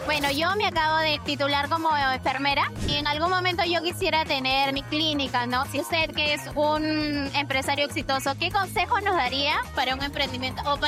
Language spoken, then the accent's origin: Spanish; Chaclacayo, Lima, Peru; soy de Chaclacayo.